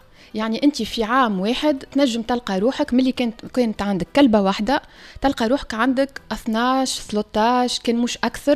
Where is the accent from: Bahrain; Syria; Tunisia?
Tunisia; عندنا في تونس